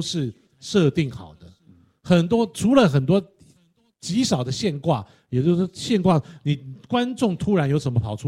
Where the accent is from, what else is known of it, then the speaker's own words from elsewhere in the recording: Taiwan; 我们就是台湾人